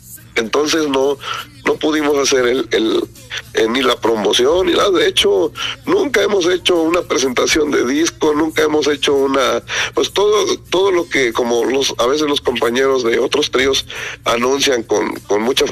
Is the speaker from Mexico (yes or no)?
yes; Zacualpan, Veracruz, Mexico; no nos hemos podido recuperar de la bailada de 4 días que nos aventamos por allá en mi pueblo, pero sí, el próximo carnaval quedan invitadísimos también a Zacualpan, Ve